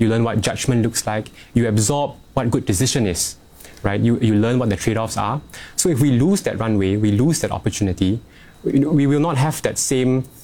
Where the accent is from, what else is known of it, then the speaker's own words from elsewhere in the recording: Singapore; I grew up in the Singapore education system, right, from primary one all the way till now.